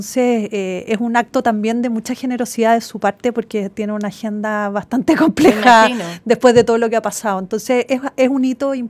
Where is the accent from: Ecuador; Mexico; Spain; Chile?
Chile; como buenos chilenos que somos, siempre miramos para afuera lo mejor y nunca somos capaces de reconocer lo bueno que tenemos en casa.